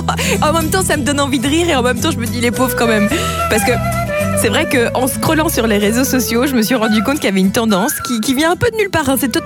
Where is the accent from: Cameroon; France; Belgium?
Belgium; moi, en tant que Belge